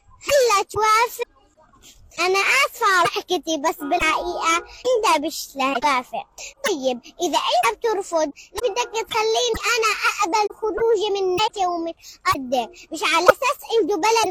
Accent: Gaza, Gaza Strip, Palestine

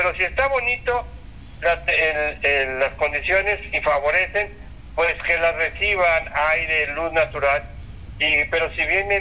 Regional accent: Toluca, State of Mexico, Mexico; born there; así mis padres llegaron a Toluca y nacimos nuestros cuatro hermanos.

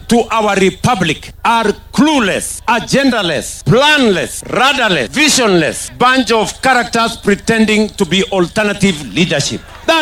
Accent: Kenya; Hata mimi ni Mkenya.

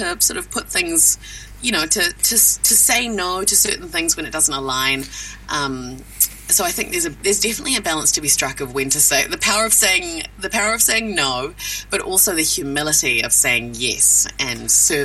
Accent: New Zealand; as a Kiwi, I think it's also here my British and Scottish and Irish heritage

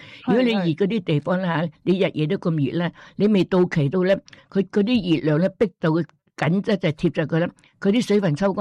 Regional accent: Guangdong, China; now in Australia; 我哋广东人

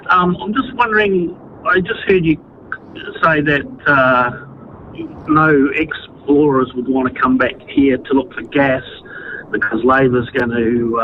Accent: New Plymouth, Taranaki, New Zealand; I mean, I'm from New Plymouth originally, and you know, we survived on that Motunui and all those projects back in the day.

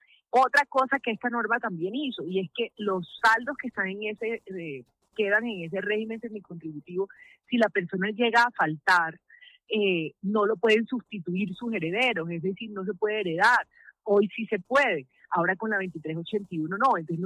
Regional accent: Colombia

